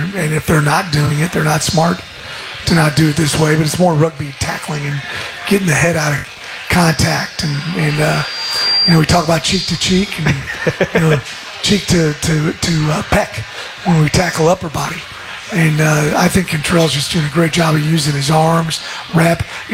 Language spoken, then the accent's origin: English; Kansas City, United States; I'm from Kansas City, so I kind of know a little bit about these places.